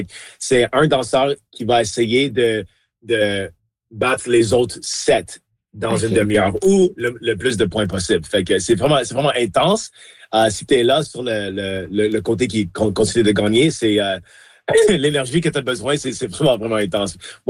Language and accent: French; Montreal, Quebec, Canada; now in Winnipeg, Canada; Oui, je suis né, j'ai grandi à Montréal, à La Salle, au sud de l'île. J'habitais là jusqu'à l'année 2006, quand j'ai déménagé ici à Winnipeg en 2006 avec mon père.